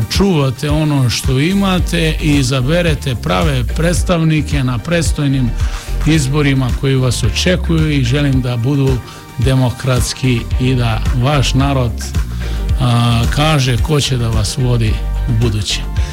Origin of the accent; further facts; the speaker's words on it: Kumanovo, North Macedonia; Ljubim vas sve, pozdravljam vas od svih građana Kumanova